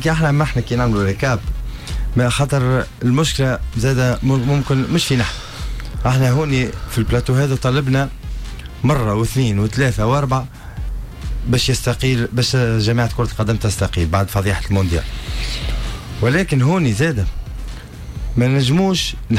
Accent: Tunisia; لاني انا تونسي ونحب منتخب بلادي

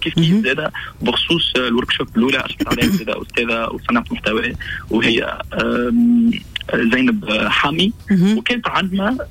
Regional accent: Tunisia

